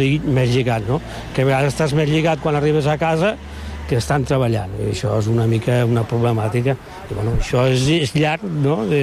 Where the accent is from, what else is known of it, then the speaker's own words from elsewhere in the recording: Catalonia, Spain; jo en el cas nostre som del Priorat